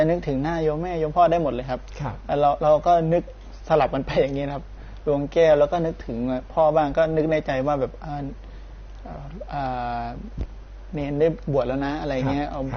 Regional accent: Thailand; now in Pathum Thani, Thailand; ปกติบ้านเกิดอยู่ฉะเชิงเทราครับแต่ว่าทีนี้พอผมเข้ามาอยู่วัดได้ประมาณปีหนึ่งสองปีก็ย้ายมาอยู่ปทุมครับย้ายมาอยู่ใกล้วัดเลยครับ

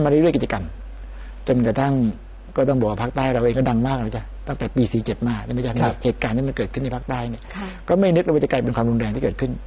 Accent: Southern Thailand, Thailand; เราอยากเห็นภาพความเจริญรุ่งเรืองเห็นภาพเนี่ยเยอะๆเนี่ยในบ้านเราจังเลยหมายถึงว่าภาคใต้

